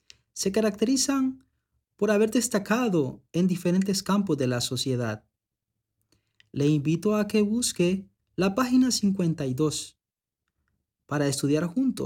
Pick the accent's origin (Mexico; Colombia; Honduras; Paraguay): Honduras; los próceres de nuestro país